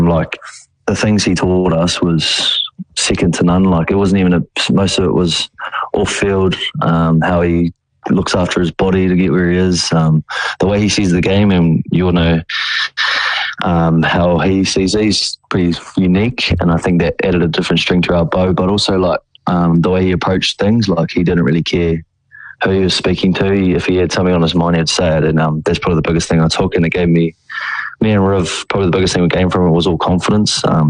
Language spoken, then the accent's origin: English; Opotiki, Bay of Plenty, New Zealand; I'm from Te Whanapunui, Te Whakatoia, Opotiki, and Omoa. It's on the east coast, Bay of Plenty. So, yeah, I'm pretty proud of being from there, yeah.